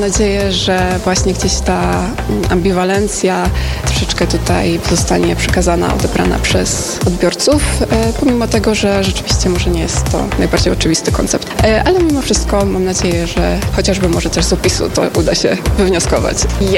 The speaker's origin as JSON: {"language": "Polish", "town": "Toruń", "region": "Kuyavian-Pomeranian Voivodeship", "country": "Poland", "said": "jestem z Torunia."}